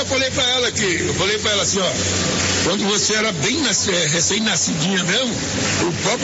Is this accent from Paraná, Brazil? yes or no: yes; Ribeirão do Pinhal, Paraná, Brazil; Eu sou do Ribeirão do Pinhal, daqui do Paraná do Norte.